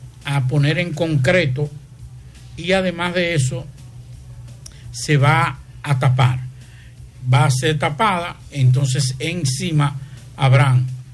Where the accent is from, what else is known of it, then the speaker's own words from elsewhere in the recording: Santiago de los Caballeros, Santiago, Dominican Republic; soy santiaguero y vivo en Santiago.